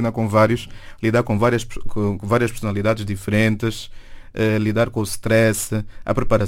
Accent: Benguela, Angola; Eu sou de Benguela também.

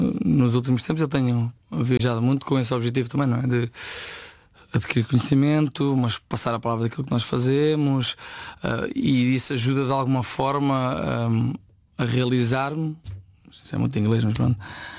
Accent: Ribamar, Lisbon, Portugal; não sou do Oeste, orgulhosamente sou de Rio Mar, de Lourin

